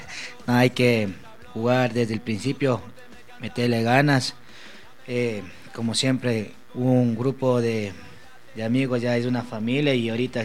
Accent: Riobamba, Chimborazo, Ecuador; que somos nosotros de Riobamba

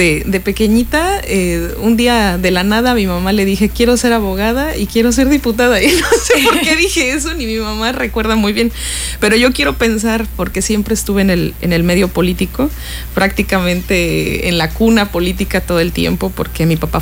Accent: Guerrero, Mexico; Yo soy del estado de Guerrero

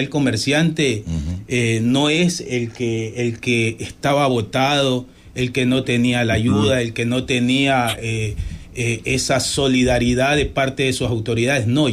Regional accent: Portoviejo, Manabí, Ecuador; No, yo soy de Puerto Viejo.

